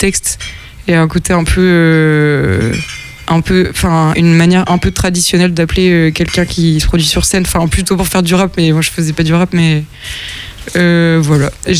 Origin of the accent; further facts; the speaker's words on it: Imphy, Bourgogne-Franche-Comté, France; moved away as an adult; also born or lived in Lyon; now in Finistère, France; J'ai grandi à Imphy. I-M-P-H-Y.